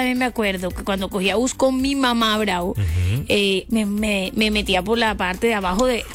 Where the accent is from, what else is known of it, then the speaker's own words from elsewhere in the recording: Caribbean Region, Colombia; Yo soy costeñita de Coli.